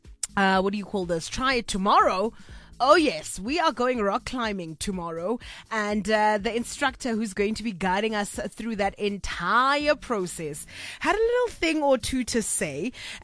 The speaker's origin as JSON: {"language": "English", "town": "Kimberley", "region": "Northern Cape", "country": "South Africa", "tie": "born or raised there", "moved": "yes", "said": "Kimberley, actually, my hometown."}